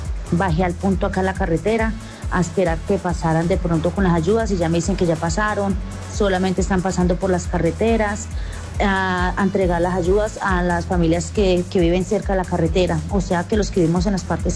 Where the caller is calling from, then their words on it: El Águila, Valle del Cauca, Colombia; Soy de la Águila Valle, corregimiento La María, vereda La Sedalia.